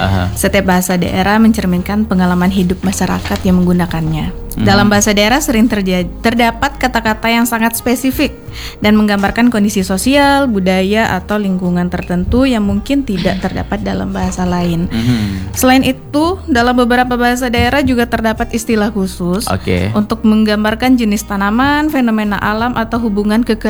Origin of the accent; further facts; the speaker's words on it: Kerinci, Jambi, Indonesia; Saya karena saya dari daerah Kerinci khususnya.